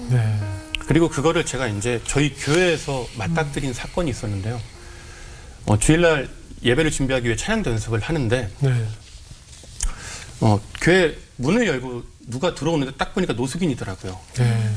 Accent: Chuncheon, Gangwon, South Korea; 제가 고향이 강원도 춘천인데

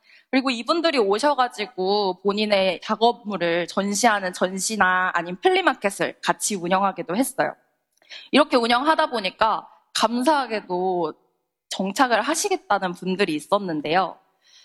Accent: Wando, South Jeolla, South Korea; moved away

